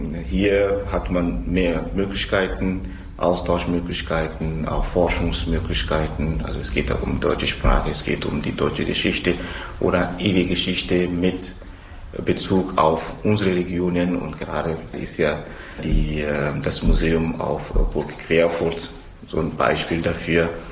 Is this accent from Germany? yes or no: no; Togo; German is a second language; ich komme aus Togo und bin Dozent an der Universität de Kara, liegt etwa 420 Kilometer von Lomé entfernt, also im Norden.